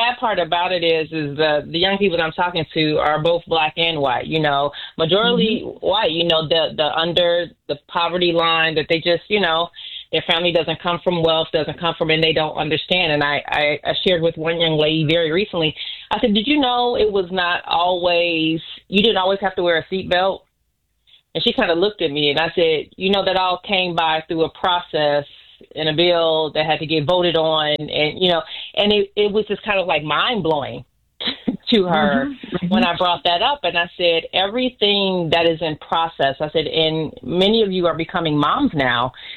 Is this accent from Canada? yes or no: no; Chicago, Illinois, United States; now in Florida, United States; I'm from Chicago. I just live here. I'm a Chicago girl. I just live here. Okay. Not from here.